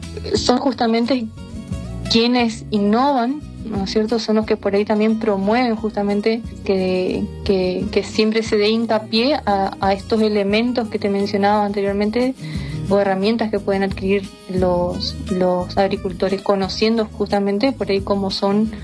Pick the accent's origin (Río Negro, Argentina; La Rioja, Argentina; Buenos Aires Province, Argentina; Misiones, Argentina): Misiones, Argentina; Comandante Andresito; moved away as an adult; yo soy hija de colono también, ¿no es cierto?, o sea, toda mi familia son colonos, agricultores, y soy profesional, salí de Andresito, retorné a Andresito, en mi caso soy contadora